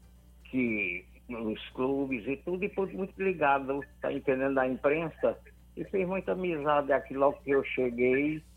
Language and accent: Portuguese; Crato, Ceará, Brazil; now in Fortaleza, Brazil; Faz, Tom, porque eu vim do Crato em 1975.